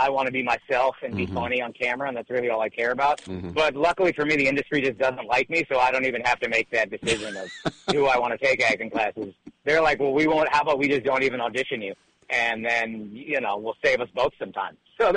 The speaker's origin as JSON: {"language": "English", "country": "India", "said": "you feel so stupid as an Indian going there and being like, oh, wow, not everybody's Indian."}